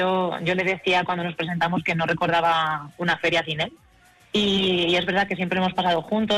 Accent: Albacete, Castilla-La Mancha, Spain

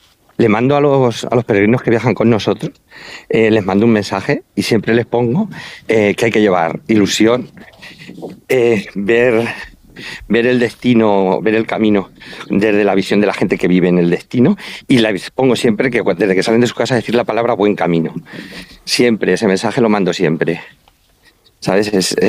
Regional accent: Santa Cruz de los Cáñamos, Castilla-La Mancha, Spain; accent: Manchego; now in Albacete, Spain

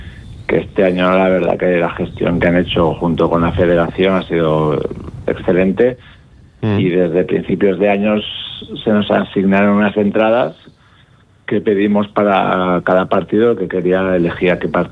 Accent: Ontinyent, Valencian Community, Spain; somos de Ontinyent, de un pueblo de Valencia, y nos vamos ahora hacia Madrid.

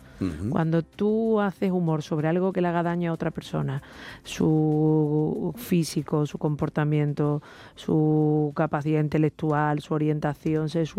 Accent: Andalusia, Spain; mira que nosotras dos somos andaluces y venimos de una tierra con mucha guasa. Decíamos con broma antes que yo soy una mierda, me hice una malaguita, entonces ahí hay mucha guasa

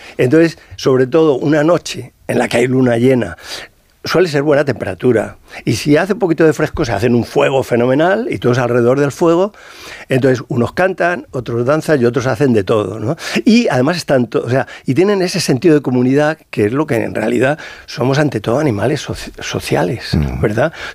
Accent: Madrid, Community of Madrid, Spain; now in Salamanca, Spain; yo soy madrileño y ahora estoy adoptado en Salamanca por la cátedra

